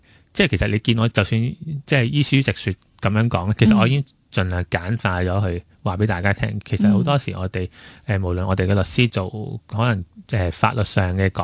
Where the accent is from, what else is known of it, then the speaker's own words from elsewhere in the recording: Hong Kong; 我哋香港人